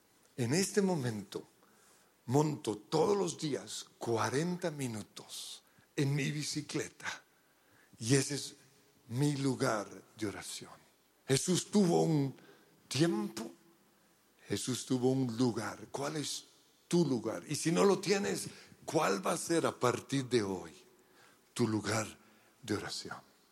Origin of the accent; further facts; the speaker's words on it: Australia; accent: Colombian; also born or lived in Colombia; yo soy australiano, ¿no? Yo hablo como colombiano, pero soy australiano, de esos blancos horribles, sí, ese soy yo.